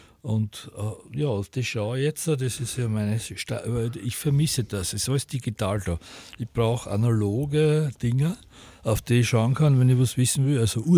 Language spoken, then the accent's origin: German; Wagna, Styria, Austria; Flavia Solber direkt. Also das ist Wagner bei Leibniz und Flavia Solber ist dort gleich die Ausgrabung